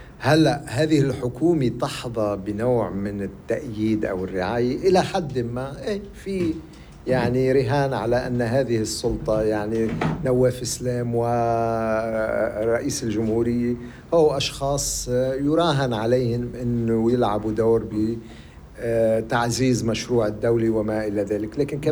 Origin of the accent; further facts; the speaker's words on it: Lebanon; بمصلحتنا كلبنانيين